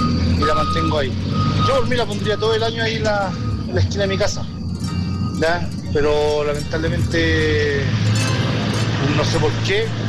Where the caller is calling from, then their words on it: Chile; Yo soy chileno.